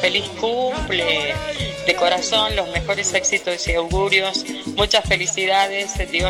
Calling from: Hipólito Yrigoyen, Argentina; Te escucho desde Hipólito Yrigoyen.

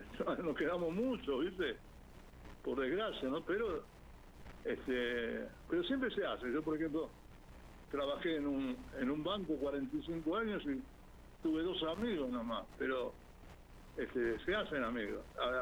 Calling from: Buenos Aires, Argentina; De Villa del Parque.

